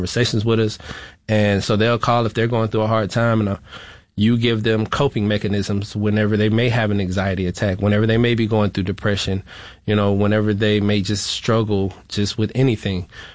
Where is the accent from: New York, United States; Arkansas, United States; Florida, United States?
Florida, United States; You know, I was raised in Florida, so I can relate to the families and how a struggle may look